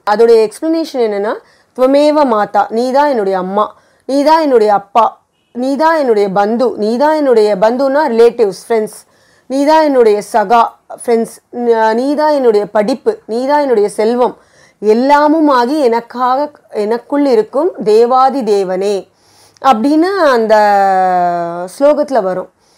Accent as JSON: {"language": "Tamil", "town": "Chennai", "region": "Tamil Nadu", "country": "India", "tie": "born or raised there", "said": "நான் பிறந்து வளர்ந்து எல்லாமே சென்னை தான். நான் ஒரு ஆர்த்தடாக்ஸ் பிராமின் ஃபேமிலியில், ஐயங்கார் ஃபேமிலியில் நான் பிறந்தேன்."}